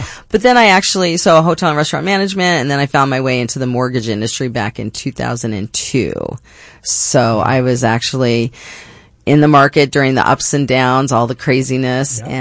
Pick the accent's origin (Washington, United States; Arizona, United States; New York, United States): Arizona, United States; Phoenix; Well, I'm actually a Phoenician. I'm from here.